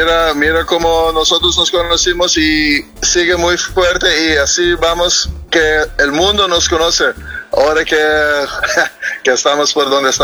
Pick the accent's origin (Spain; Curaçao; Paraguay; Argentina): Curaçao; Spanish is a second language; somos un país de verano todo el año, casi nunca tenemos lluvia